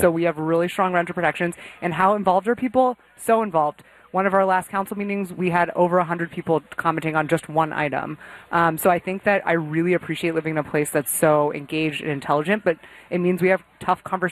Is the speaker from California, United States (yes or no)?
yes; California, United States; I did not. I grew up in the San Francisco Bay Area.